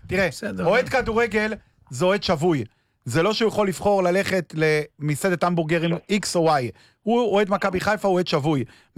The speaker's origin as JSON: {"language": "Hebrew", "town": "Kiryat Yam", "region": "Haifa District", "country": "Israel", "tie": "born or raised there", "said": "אני גדלתי בקירת ים, להורים לא עשירים, ואבא שלי ידו לא הייתה מסגת בשביל לתת לי מנוי יקר"}